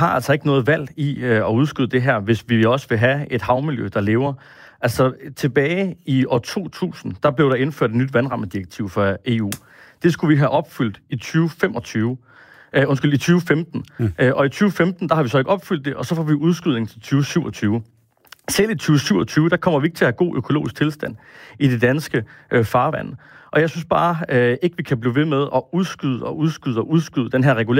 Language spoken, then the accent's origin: Danish; Aabenraa, Region of Southern Denmark, Denmark; born or raised there